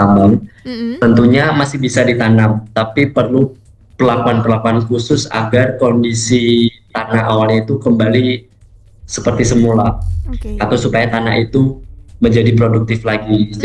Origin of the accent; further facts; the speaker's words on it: Madiun, East Java, Indonesia; moved away; Saya aslinya malah dari Madiun